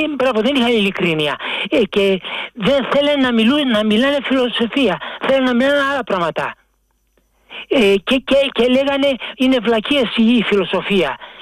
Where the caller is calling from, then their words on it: Glyfada, Attica, Greece; από τη Γλυφάδα.